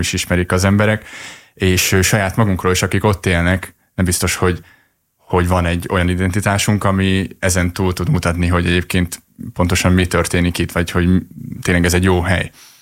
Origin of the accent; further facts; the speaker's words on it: Jász-Nagykun-Szolnok, Hungary; a Tiszazugból származok, ugye, ami 12 kisebb településnek a összefoglaló neve